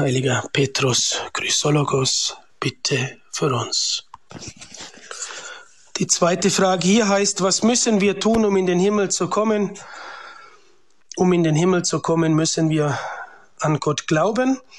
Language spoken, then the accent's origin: German; Bavaria, Germany; now in Liechtenstein; Sie hören … ich bin 48 Jahre alt, bin aus Bayern und wohne und arbeite als Diözesanpriester im kleinen Erzbistum Vaduz in Liechtenstein.